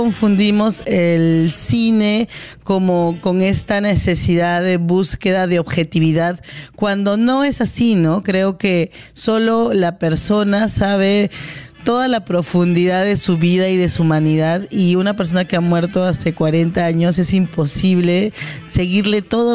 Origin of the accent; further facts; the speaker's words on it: Peru; como buenos peruanos solemos también exagerar.